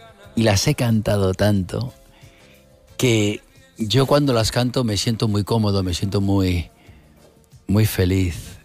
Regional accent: Madrid, Community of Madrid, Spain; born there; Hombre, cantar en la ciudad donde yo nací es muy especial, ¿no? Uh-huh. Venir aquí a Madrid, cantar aquí en Madrid es algo increíble.

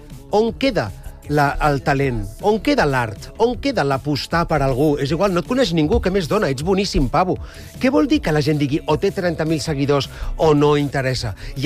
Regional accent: Catalonia, Spain; sóc català, visc a Catalunya

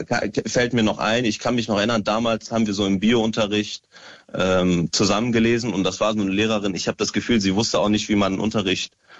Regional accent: United Arab Emirates; also born or lived in Syria; now in Germany; Also ich bin ursprünglich aus Syrien. Ich bin aus den Emiraten aber nach Deutschland gezogen. Ich bin auch dort aufgewachsen.

